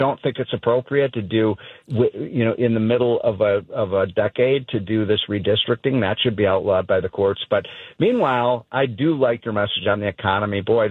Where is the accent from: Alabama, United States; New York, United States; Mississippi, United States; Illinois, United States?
Illinois, United States; I'm from Illinois.